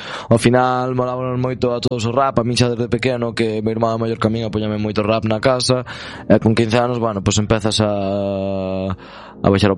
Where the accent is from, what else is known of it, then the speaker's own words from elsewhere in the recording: Xinzo de Limia, Galicia, Spain; A verdad, eu son de Xinzo, pero meus pais son de Perrelos e de Folgoso, que son dous pueblos do concello de Sarreaus